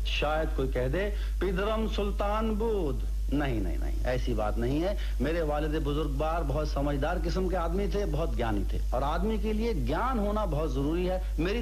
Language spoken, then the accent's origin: Urdu; Jammu and Kashmir, India; born there; خیال آیا کہ میں اپنے دیش کے اسی خوبصورت علاقے میں پیدا ہوا تھا. میں کشمیری پنڈت برادری سے تعلق رکھتا ہوں.